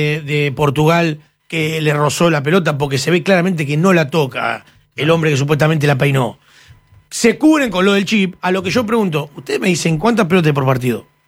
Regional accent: Argentina

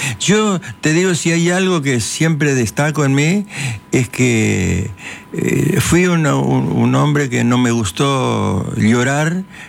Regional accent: Goya, Corrientes, Argentina; born there; also born or lived in Formosa, Argentina; mi hermana mayor tenía 6 años, más o menos 5 o 6 años, mis padres decidieron venir a Goya, a un lugar donde puedan estudiar, hacer la primaria. Bueno, y vinimos y ahí caímos a Goya.

